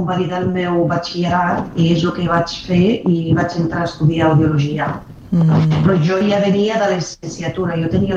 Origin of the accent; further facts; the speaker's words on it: Morocco; first language Arabic; Catalan is a second language; moved away; Sí, he vingut del Marroc parlant àrab i francès, perquè estudiem tota la vida en francès, bilingüe